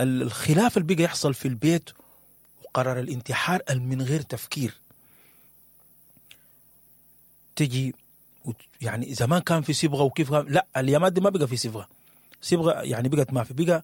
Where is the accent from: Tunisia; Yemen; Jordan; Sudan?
Sudan; الزمن اللي احنا فيه بقى صعب علينا كسودانيين